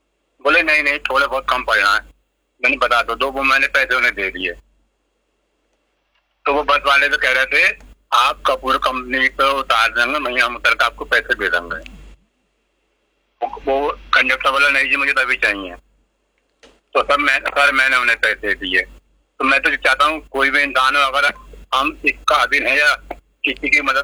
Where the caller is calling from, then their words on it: Moradabad, Uttar Pradesh, India; Moradabad UP से